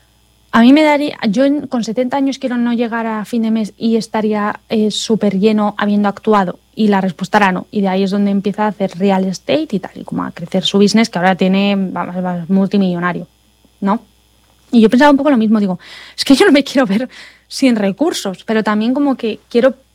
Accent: Spain; moved away as an adult; now in United States; yo vengo de España donde hay seguro médico

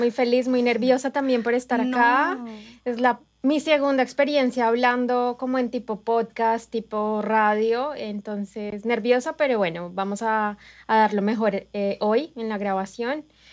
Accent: Bogotá, Colombia; now in Lexington, United States; Soy de Bogotá, viví toda la vida allá, y cambiar a una ciudad tan pequeña como Lexington comparada con Bogotá

